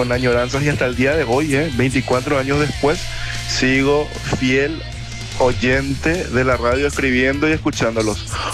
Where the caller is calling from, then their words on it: Mariano Roque Alonso, Central, Paraguay; de Mariano Roque Alonso.